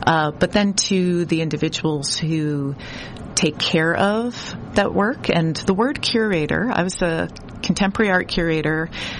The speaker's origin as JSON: {"language": "English", "town": "Boston", "region": "Massachusetts", "country": "United States", "tie": "born or raised there", "said": "Imagine being a little kid growing up in Boston. I grew up in Dorchester."}